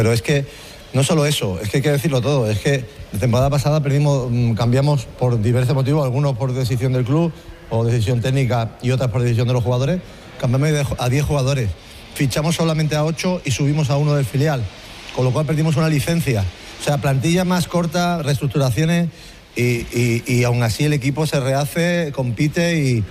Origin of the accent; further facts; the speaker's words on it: Málaga, Andalusia, Spain; moved away; yo soy de Málaga, yo soy de Maristas, yo muy orgulloso